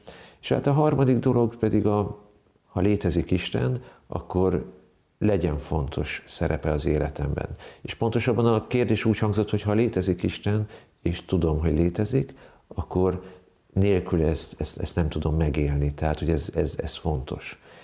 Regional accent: Budapest, Hungary; Én Budapesten, Zuglóba születtem. Egy 9 gyermekes család legkisebb tagja vagyok. Méghozzá van egy ikertestvérem is. És együtt nőttünk föl. Igazából a Bosnyák tér volt a bázis.

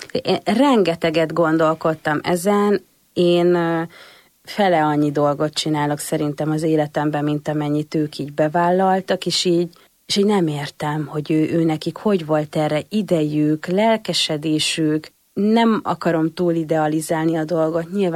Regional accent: Borsod-Abaúj-Zemplén, Hungary; konkrétan a mi házunk mögött nincsen kerítés, ahol felnőttem. Hát ott így kezdődik a bükk. Osztszevasz. És akkor így mész kilométereket, mire Diósgyőrbe lyukadsz ki.

